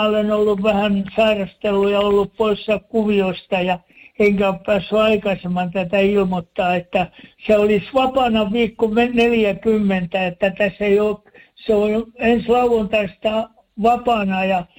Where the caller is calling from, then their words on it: Tampere, Pirkanmaa, Finland; Kun olen Tampereelta